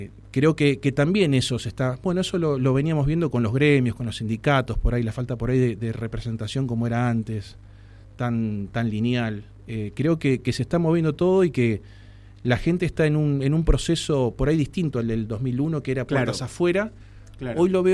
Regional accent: Tierra del Fuego, Argentina; A ver, nosotros realmente somos fueguinos

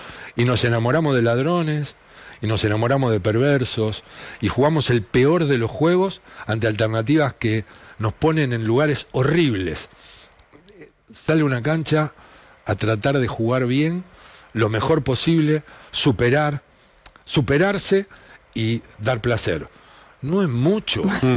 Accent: Argentina

